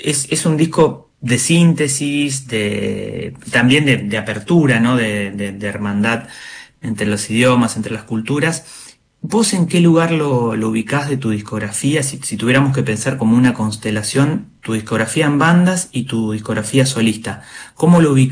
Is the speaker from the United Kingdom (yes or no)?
no; Argentina; en Argentina, en nuestro país.